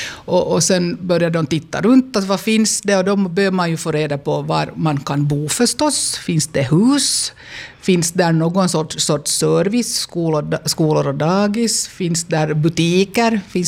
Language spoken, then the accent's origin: Swedish; Hanko, Uusimaa, Finland; also born or lived in Bromarv; now in Tenala, Finland; dit kom jag då sen att flytta med mina föräldrar. Så att jag är uppvuxen i Hange och har gått i skola där.